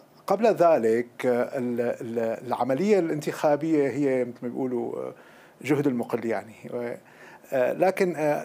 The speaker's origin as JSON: {"language": "Arabic", "town": "Damascus", "region": "Damascus Governorate", "country": "Syria", "said": "على مستوى مدينتي دمشق وعلى مستوى كل المحافظات"}